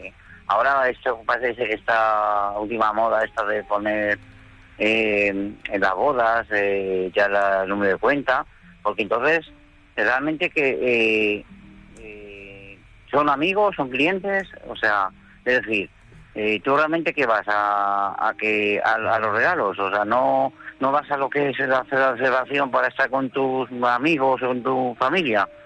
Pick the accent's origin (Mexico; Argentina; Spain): Spain; Madrid, Community of Madrid